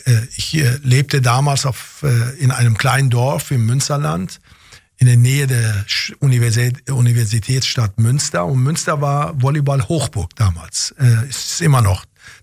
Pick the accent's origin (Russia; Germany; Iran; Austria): Iran; born there; German is a second language; Ich bin ja gebürtiger Iraner und in Tokio haben die iranischen Ringer 7